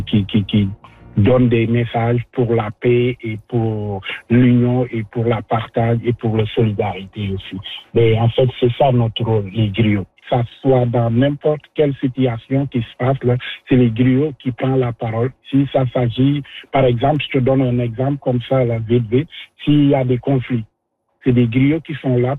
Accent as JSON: {"language": "French", "country": "Senegal", "moved": "as an adult", "lives_now": "Quebec City, Canada", "said": "Moi, personnellement, je viens du Sénégal. Mais j'ai des racines au Mali, en Guinée et en Gambie. J'ai des racines là-bas."}